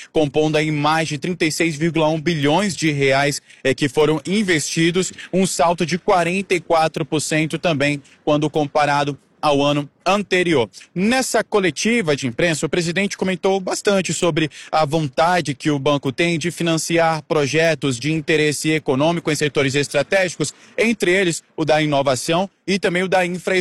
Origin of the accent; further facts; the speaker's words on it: Roraima, Brazil; now in São Paulo, Brazil; Sou lá de Roraima, terra das cachoeiras e do sol escaldante.